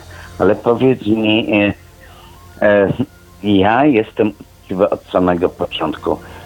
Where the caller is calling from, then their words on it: Zawiercie, Silesian Voivodeship, Poland; Jestem alkoholikiem, dzwonię z Zawiercia.